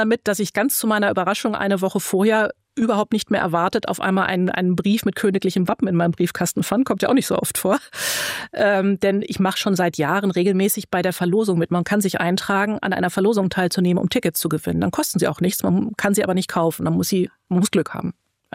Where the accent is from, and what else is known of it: Germany